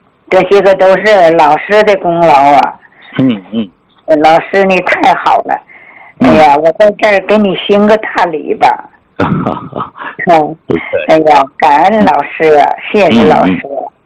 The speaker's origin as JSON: {"language": "Chinese", "region": "Hebei", "country": "China", "tie": "born there", "moved": "yes", "lives_now": "Hegang, China", "said": "我生在河北"}